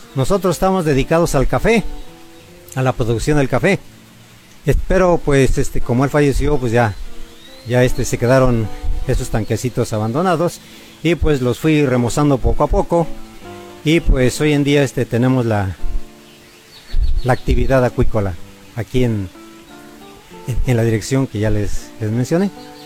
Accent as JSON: {"language": "Spanish", "town": "San Bartolo Tutotepec", "region": "Hidalgo", "country": "Mexico", "tie": "born or raised there", "said": "Exactamente, somos originarios de aquí de San Bartolo Tototepec. Somos nacidos aquí en la colonia industrial"}